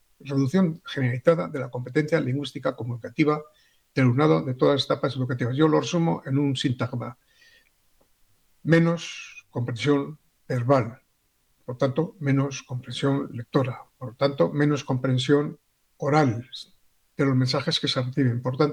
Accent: Basque Country, Spain; una tierra determinada, que es mi tierra, que es estas vascongadas de mi amor

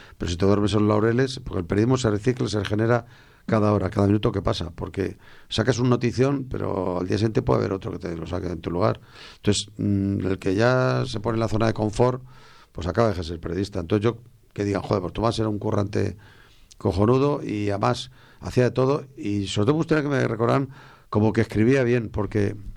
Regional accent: Madrid, Community of Madrid, Spain; also born or lived in La Mancha, Castilla-La Mancha; Yo tenía un año y dos meses cuando mis padres vinieron a trabajar a Madrid y podía haber dicho que era gato, porque desde que tengo su razón yo he crecido en Madrid.

